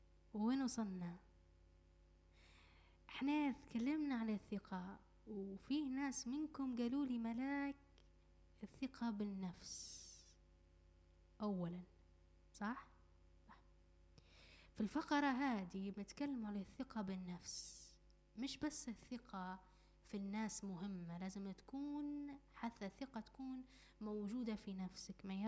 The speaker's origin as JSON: {"language": "Arabic", "country": "Libya", "said": "ايوه أنا الحقيقة بنت ليبيا نسمع عليك صراحة،"}